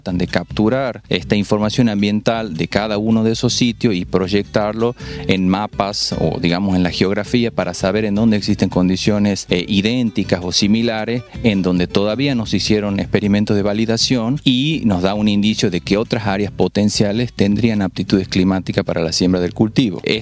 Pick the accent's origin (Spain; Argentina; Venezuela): Argentina; moved away as an adult; also born or lived in Xalapa, Mexico; now in Veracruz, Mexico; yo soy argentino y por azares del destino llegué a Veracruz a hacer investigación.